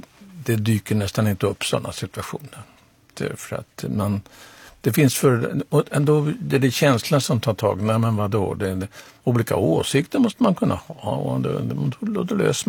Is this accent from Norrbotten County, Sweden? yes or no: no; Stockholm, Stockholm County, Sweden; jag är nämligen uppvuxen på Fredrikshovsgatan, för pappa var präst i Oskarskyrkan 19 år, så det har jag ju sprungit som barnsben.